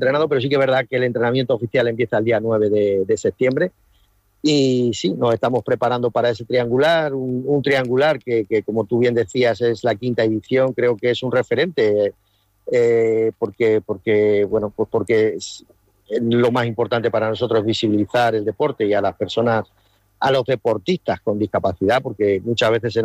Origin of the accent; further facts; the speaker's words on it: Puertollano, Castilla-La Mancha, Spain; somos de Puerto Llano, somos, como decimos, hechos de acero, una ciudad minera.